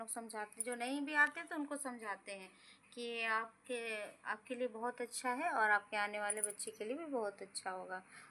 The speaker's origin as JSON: {"language": "Hindi", "region": "Jharkhand", "country": "India", "said": "न्यूकोरन tour की रहने वाली हूँ।"}